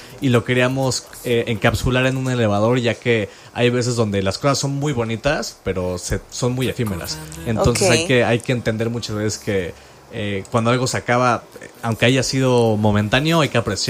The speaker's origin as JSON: {"language": "Spanish", "country": "Mexico", "accent": "Mexican", "said": "soy mexicano."}